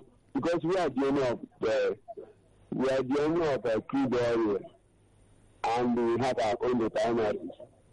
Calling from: Ikeja, Lagos, Nigeria; Yes, I'm from Ikeja.

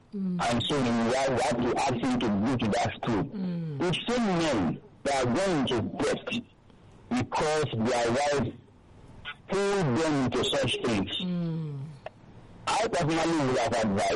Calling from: Abuja, Federal Capital Territory, Nigeria; I'm calling from Abuja.

